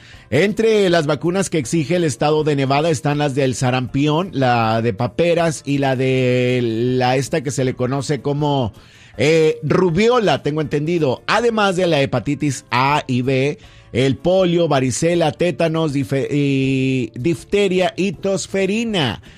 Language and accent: Spanish; Mexico; como buenos mexicanos que somos, como buenos latinos que somos.